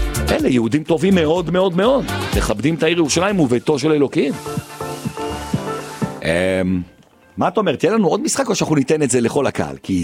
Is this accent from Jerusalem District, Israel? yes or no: yes; Jerusalem, Jerusalem District, Israel; אני ירושלמי, אז אני אגיד